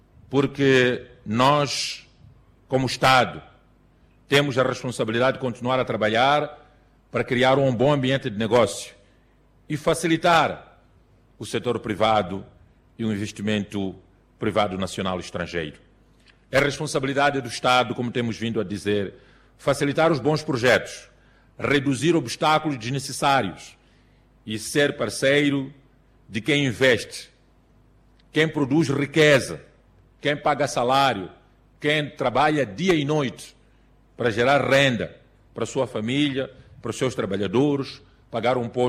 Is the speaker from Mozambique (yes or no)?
yes; Mozambique; nós, como moçambicanos, produzimos mais que o suficiente